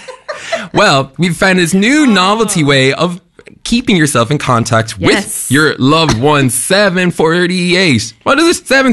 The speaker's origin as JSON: {"language": "English", "country": "Ireland", "tie": "born or raised there", "said": "Growing up in Ireland"}